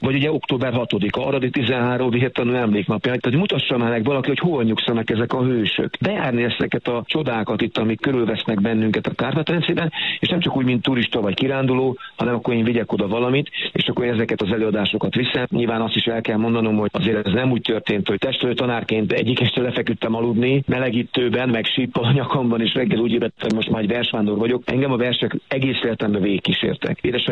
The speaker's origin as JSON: {"language": "Hungarian", "town": "Kunszentmiklós", "region": "Bács-Kiskun", "country": "Hungary", "tie": "born there", "said": "2017-ben Kunszta Miklóstól, az én szülővárosomból gyalogoltam el a horvátországi Szent Lászlóba"}